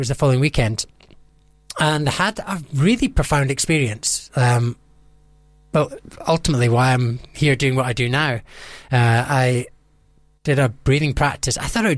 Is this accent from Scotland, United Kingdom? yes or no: yes; Scotland, United Kingdom; I'm from Scotland, so there's a bit of cultural differences as well.